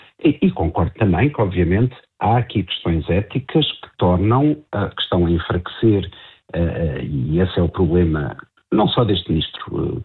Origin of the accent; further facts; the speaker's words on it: Portugal; eu como português